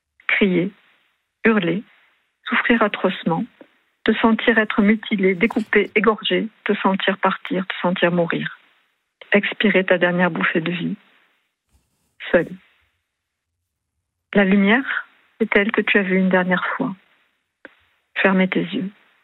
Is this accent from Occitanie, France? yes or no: yes; Toulouse, Occitanie, France; Vous savez, moi je suis toulousaine, la Toulouse, oui.